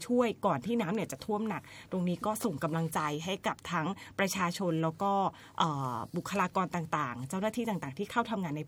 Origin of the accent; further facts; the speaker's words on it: Kabin Buri, Prachinburi, Thailand; ปราจีนบุรีโดยเฉพาะอำเภอกบิลบุรีค่ะบ้านเกิดดิฉันเองนะคะ